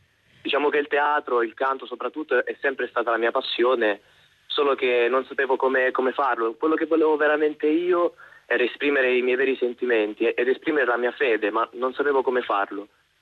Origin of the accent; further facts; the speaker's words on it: Sicily, Italy; Allora, in casa famiglia siamo appunto io che vengo dalla Sicilia, un altro ragazzo che viene sempre dalla Sicilia, che si è trasferito come me per fare la casa famiglia